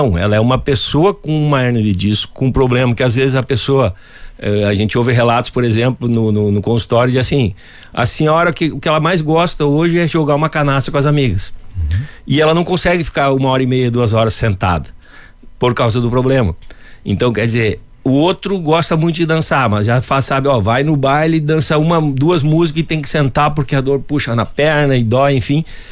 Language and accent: Portuguese; Roque Gonzales, Rio Grande do Sul, Brazil; moved away; also born or lived in Porto Alegre / Foz do Iguaçu; eu sou natural da região missioneira, de Roque Gonzales, por próximo ali a São Luís Gonzaga, né? Mas já saí de lá há muitos anos, né? Fiz a faculdade em Porto Alegre. Morei um tempo, bastante tempo, até em Foz do Iguaçu